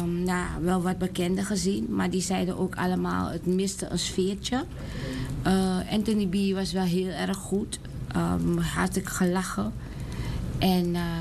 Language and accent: Dutch; North Holland, Netherlands; we zijn, het gaat erom dat we uit Zuidoost komen